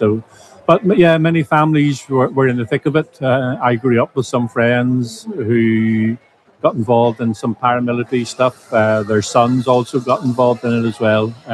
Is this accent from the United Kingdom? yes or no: yes; Northern Ireland, United Kingdom